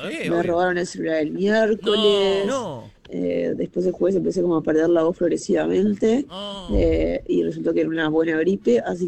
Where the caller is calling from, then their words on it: Uruguay; Acá les escribo desde Uruguay.